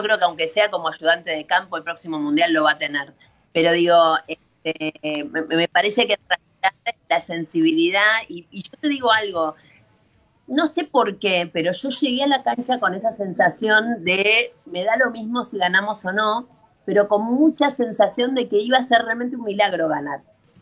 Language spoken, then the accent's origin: Spanish; Argentina